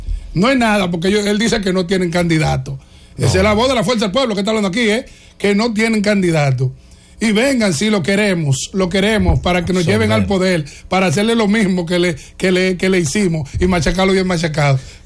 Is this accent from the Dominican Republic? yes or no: yes; Dominican Republic; nosotros los dominicanos.